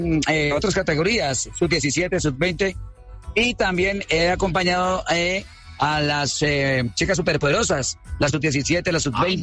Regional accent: Cali, Valle del Cauca, Colombia; Bueno, yo vengo de la ciudad de Cali, ícono de la selección Colombia.

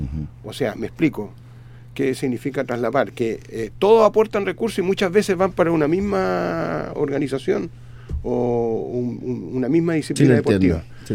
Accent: Chile; me sentía orgulloso de ser de la región, po. Me sentía orgulloso y por eso toda la vida he sido un regionalista.

